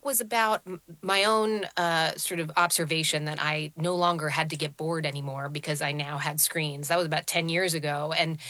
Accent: United States; for me, I think growing up in the United States, we're so focused on organized sports, and I was never a particularly athletic kid

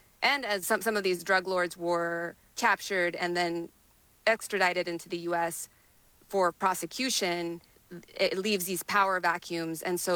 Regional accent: El Paso, Texas, United States; rhetoric, the treatment of migrants were laid down long before, brick by brick, decade by decade, in my hometown of El Paso.

